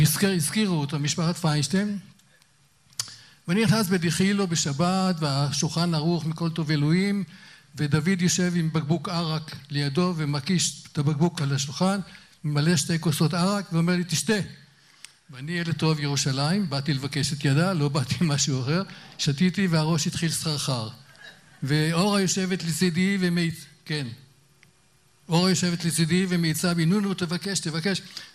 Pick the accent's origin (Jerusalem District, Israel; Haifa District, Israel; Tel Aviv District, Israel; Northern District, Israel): Northern District, Israel; Rosh Pinna; כי ראש פינה היא נשמתי, ראש פינה שלי, ראש פינה נולדתי בראש פינה